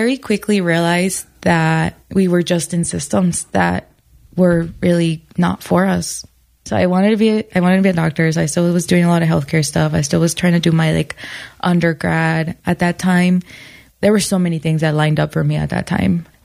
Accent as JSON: {"language": "English", "town": "Aurora", "region": "Colorado", "country": "United States", "tie": "born or raised there", "said": "I grew up on Colfax and Moline. So I grew up in Aurora, right? On Colfax. And we lived on Colfax in Jamaica when we first arrived. So we never moved out of like that area, essentially."}